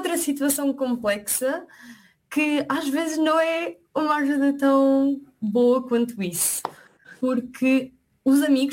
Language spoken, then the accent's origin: Portuguese; Portugal; moved away as an adult; now in Cologne, Germany; no meu caso, sendo portuguesa, vindo para a Colónia e tendo um namorado alemão que cresceu na zona de Colónia